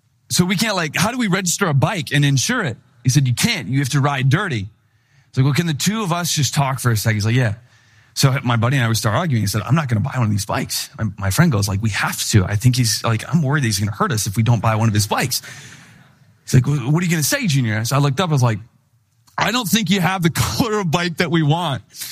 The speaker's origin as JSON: {"language": "English", "region": "Wisconsin", "country": "United States", "tie": "born or raised there", "lives_now": "Chicago, United States", "said": "He and I, we grew up in Wisconsin, and now we were in Chicago."}